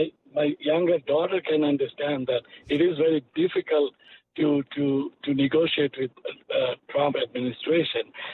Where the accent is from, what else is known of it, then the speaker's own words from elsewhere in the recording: Canada; We are Canadian. I tell you, even your household, even yourself, even myself, even every Canadian, we're all suffering.